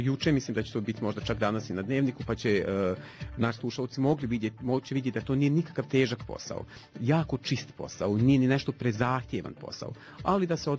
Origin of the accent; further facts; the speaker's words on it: Bosanska Krupa, Federation of Bosnia and Herzegovina, Bosnia & Herzegovina; Kao što sam rekao, ja sam iz Bosanske Krupe, blizina Bosanskog Novog je nekih 30 km, dakle sa tog područja